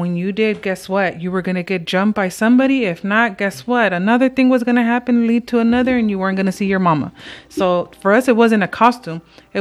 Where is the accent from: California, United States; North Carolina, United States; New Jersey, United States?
California, United States; Los Angeles; I grew up in East LA, right?